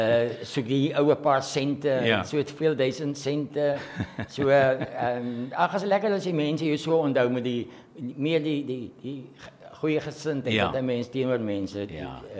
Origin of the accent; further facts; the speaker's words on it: Despatch, Eastern Cape, South Africa; Ek was 'n klipgooier, ek het Dispatch groot geword. Ek is getoe daar, gebore daar.